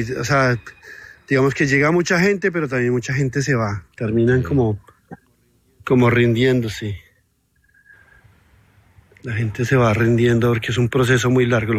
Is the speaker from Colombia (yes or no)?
yes; Bogotá, Colombia; now in Australia; yo soy de Bogotá, entonces me encanta el frío.